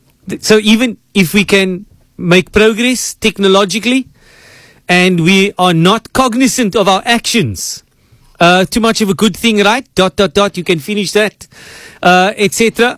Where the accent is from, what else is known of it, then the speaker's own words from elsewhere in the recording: Cape Town, Western Cape, South Africa; I am from Cape Town, born and raised here. Perhaps my parents and grandparents not from South Africa.